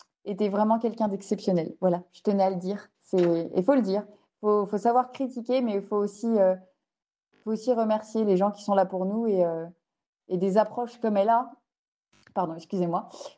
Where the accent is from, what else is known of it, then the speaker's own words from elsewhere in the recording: Bourgogne-Franche-Comté, France; on vient de Bourgogne. Donc, c'est à 8 heures de route de Charente.